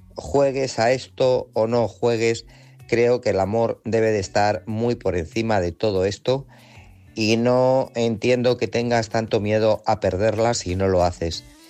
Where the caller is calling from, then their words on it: Guadalajara, Castilla-La Mancha, Spain; de Guadalajara.